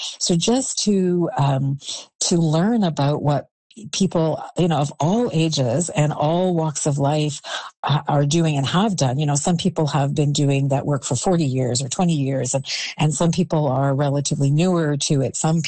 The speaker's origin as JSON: {"language": "English", "country": "Canada", "said": "I've always been a very proud Canadian, and I've had the opportunity to travel around the world, and I'm always proud of the country that I, you know, that I come from."}